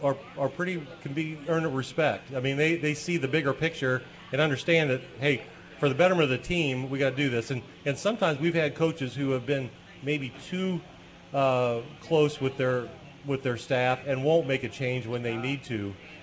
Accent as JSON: {"language": "English", "town": "Hammond", "region": "Illinois", "country": "United States", "tie": "born or raised there", "said": "I grew up in Hammond, Illinois. Okay, so listen, it was not a very diverse school district."}